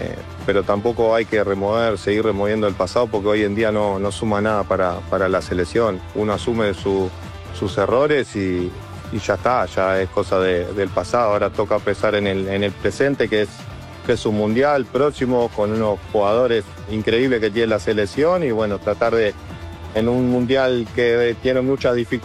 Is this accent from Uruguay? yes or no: yes; Uruguay; Y obviamente que uno siendo uruguayo jamás le diría que no a la selección.